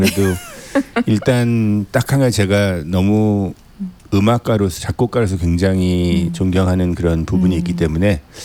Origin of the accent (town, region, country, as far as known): Seoul, South Korea; born or raised there